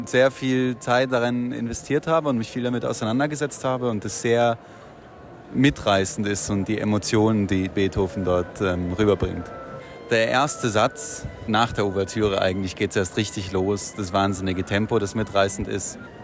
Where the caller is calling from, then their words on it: Zurich, Switzerland; ich komme aus Zürich